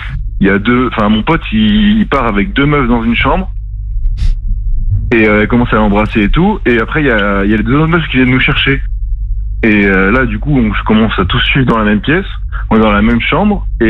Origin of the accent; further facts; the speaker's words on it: Périgueux, Nouvelle-Aquitaine, France; now in Lyon, France; Je viens de Périgueux à la base.